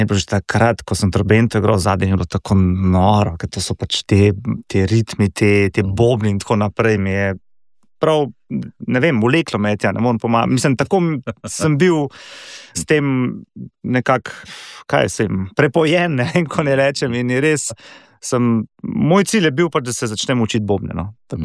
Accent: Škofja Loka, Upper Carniola, Slovenia; dejansko pač prihajam iz Škofje Loke

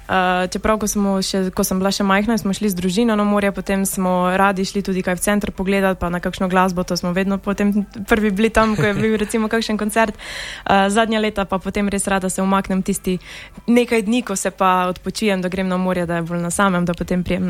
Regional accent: Prekmurje, Slovenia; jaz sem Prekmurka

